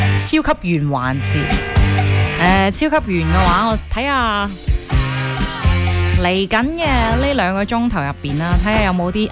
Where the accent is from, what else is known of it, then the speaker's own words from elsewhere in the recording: Guangdong, China; 广式早茶是非常受欢迎，也是我们广东人的社交方式之一。